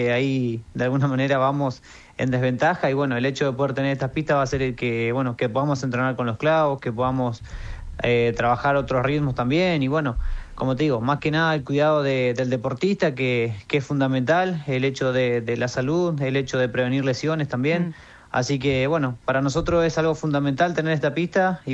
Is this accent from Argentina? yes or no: yes; Gualjaina, Chubut, Argentina; now in Esquel, Argentina; yo soy de Gualjaina. Allá cuando yo corría en Gualjaina, los primeros meses corría al borde o alrededor de una cancha de fútbol que había. Y bueno, después ya me vine acá a Esquel